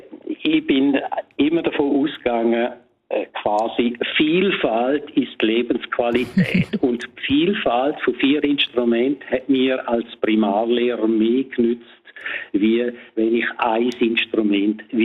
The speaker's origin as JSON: {"language": "German", "town": "Domat/Ems", "region": "Grisons", "country": "Switzerland", "tie": "born or raised there", "said": "Weil damals hat es in dem Dorf, wo ich aufgewachsen bin, im bündnerischen Domedems, da hat es einen Fernsehsender gegeben."}